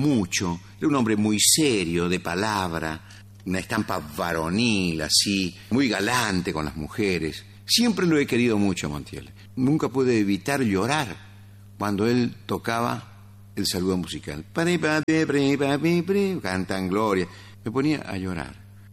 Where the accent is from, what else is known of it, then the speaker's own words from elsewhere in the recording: Curuzú Cuatiá, Corrientes, Argentina; Yo soy de Cruzucuatía, en este Montiel de Paso de los Libres.